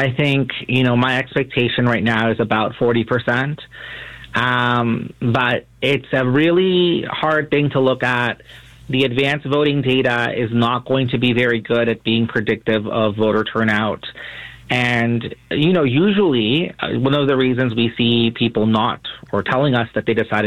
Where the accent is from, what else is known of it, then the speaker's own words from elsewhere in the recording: Toronto, Ontario, Canada; first language English; also born or lived in Peru; Well, we came over when I was five. So I've spent most of my entire life here in Toronto and in Canada.